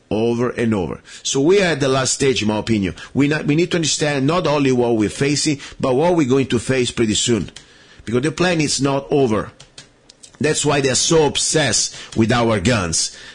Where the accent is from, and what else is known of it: Italy; English is a second language; now in United States